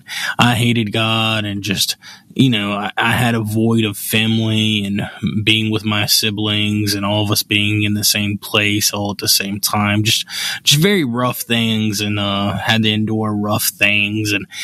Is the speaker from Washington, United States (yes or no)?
no; Birmingham, Alabama, United States; so I grew up in West End in Birmingham, and if you know anything about that area, it was a place, it's a place that's not very safe